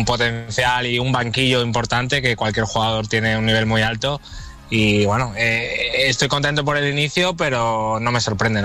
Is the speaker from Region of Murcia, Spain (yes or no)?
no; Málaga, Andalusia, Spain; siendo malagueño, habiendo jugado en la cantera y luego en el primer equipo, y bueno, yo vivo aquí, mi casa está aquí, de hecho ahora mismo estoy aquí